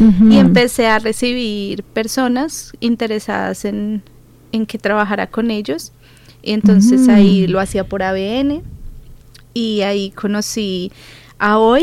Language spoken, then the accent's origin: Spanish; Bogotá, Colombia; moved away as an adult; now in Australia; yo soy de Colombia, de Bogotá, llegué a Australia en noviembre, este año completo 4 años.